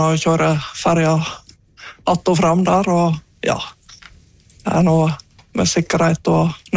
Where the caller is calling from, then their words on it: Brekke, Vestland, Norway; Jeg er fra Sogn, ja, fra Brekke, Sogn.